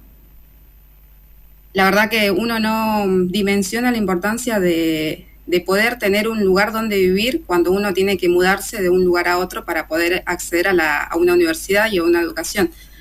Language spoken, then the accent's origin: Spanish; Mayor Buratovich, Buenos Aires, Argentina; now in Bahía Blanca, Argentina; Bahía Blanca no es el lugar en el que crecí. Yo soy de Mayor Buratovich.